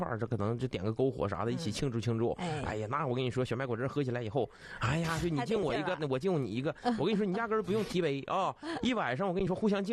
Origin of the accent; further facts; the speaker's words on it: Jilin, China; 作为咱们吉林人